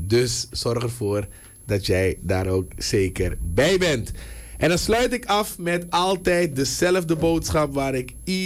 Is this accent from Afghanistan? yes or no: no; Suriname; Als Surinamer of als mens.